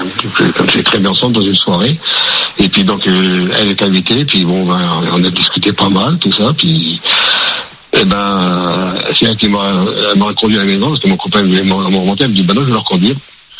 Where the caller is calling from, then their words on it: Saint-Dizier, Grand Est, France; moi, j'habite dans l'Est, hein, moi, j'habite à